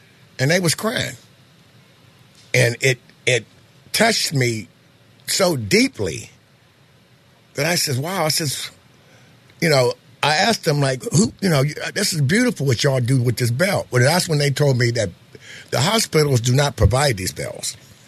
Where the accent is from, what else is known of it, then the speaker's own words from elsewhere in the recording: South Park, Pennsylvania, United States; moved away as an adult; also born or lived in Massachusetts; I grew up in a place called South Park. Everybody knows about South Park.